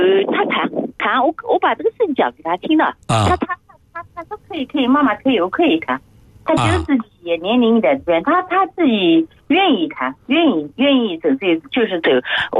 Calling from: Nanjing, Jiangsu, China; 我们是南京的

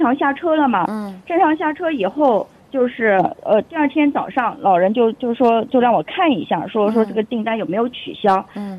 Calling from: Nanjing, Jiangsu, China; 我是一个南京的一个市民

